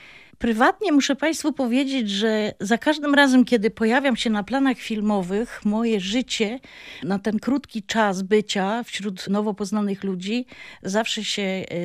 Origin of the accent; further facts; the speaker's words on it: Silesian Voivodeship, Poland; accent: Silesian; first language Silesian; Polish is a second language; my Ślązacy. Czasami mam wrażenie, że być Ślązaczką było dla mnie bardzo trudne, ale wydaje mi się, że stało się to moją siłą.